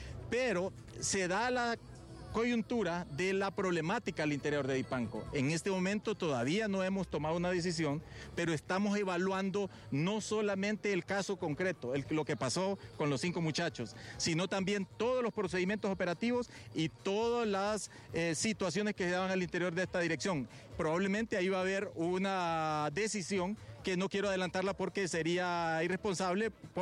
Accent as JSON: {"language": "Spanish", "country": "Honduras"}